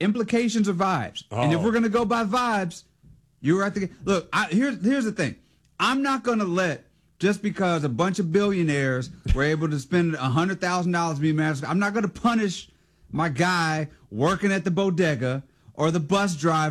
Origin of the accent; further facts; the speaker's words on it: Lafayette, Louisiana, United States; born there; Boom, birthplace of one … Holla, Lafayette, Louisiana.